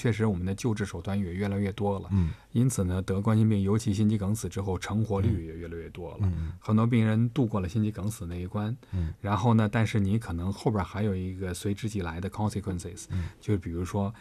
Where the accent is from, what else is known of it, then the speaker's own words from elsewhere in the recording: China; 我们中国人